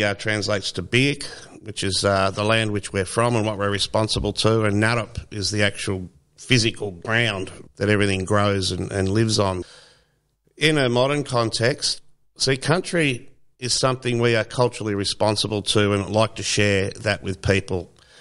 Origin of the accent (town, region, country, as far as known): Australia